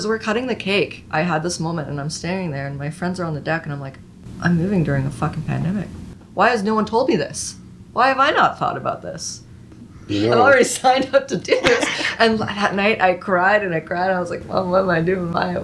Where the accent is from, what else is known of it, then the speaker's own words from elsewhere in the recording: Yukon, Canada; I'm from the Yukon.